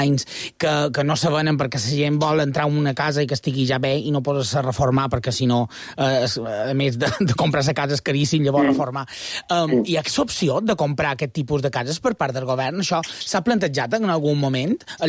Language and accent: Catalan; Consell, Balearic Islands, Spain; Jo, per exemple, som de Consell